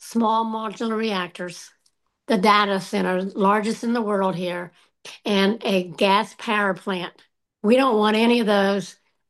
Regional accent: Appalachia, United States; We're good workers. That's all we know. We're Appalachian people, and we work and we take care of our own.

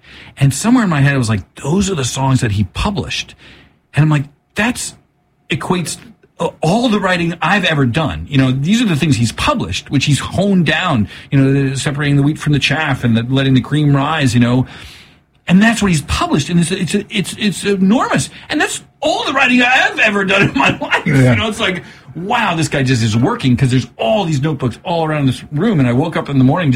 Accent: Boulder, Colorado, United States; I'm from Boulder

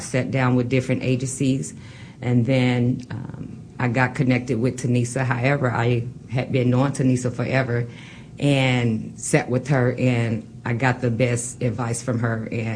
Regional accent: Kansas City, Missouri, United States; I am from Kansas City. Been in Kansas City all my life.

